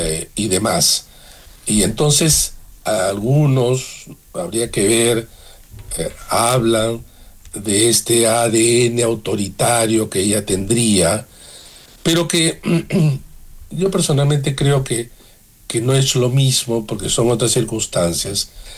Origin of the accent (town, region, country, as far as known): Peru